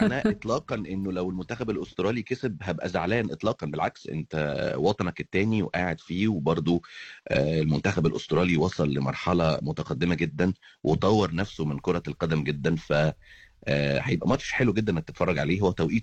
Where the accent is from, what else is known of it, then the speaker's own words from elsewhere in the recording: Egypt; now in Australia; بلدي الأم